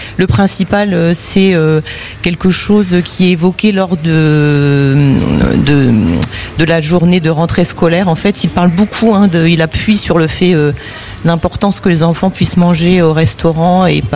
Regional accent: Hauts-de-France, France; Je viens de la région du Nord.

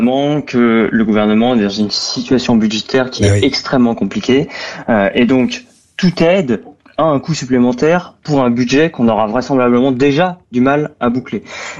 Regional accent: France; Chez nous, en France

